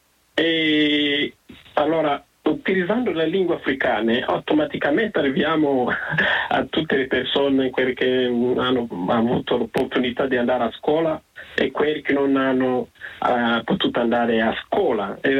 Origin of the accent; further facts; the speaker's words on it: Southern Province, Rwanda; born there; first language Kinyarwanda; Italian is a second language; Sono nato in Ruanda, molto vicino a Kibeho.